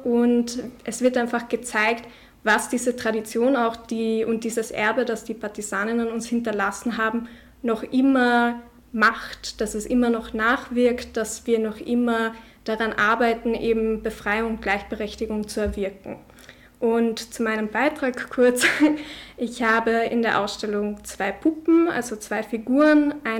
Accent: Carinthia, Austria; Ich bin Kärntner Slowenin

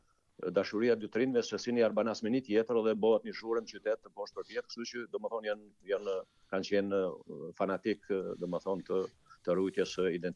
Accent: Deçan, Peja District, Kosovo; nga Komuna Deçanit

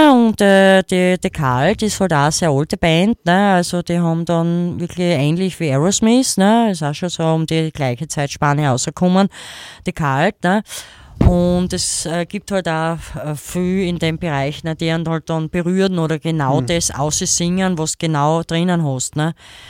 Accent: Carinthia, Austria; born there; Ja, ich bin ja gebürtiger Kärntner, ich bin ja kein Grazer.

